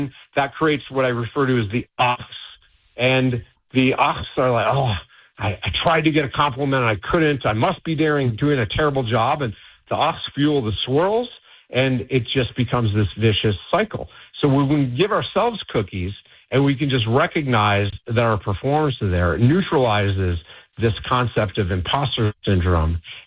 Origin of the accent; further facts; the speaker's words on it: Michigan, United States; I grew up in Michigan, so it was cold.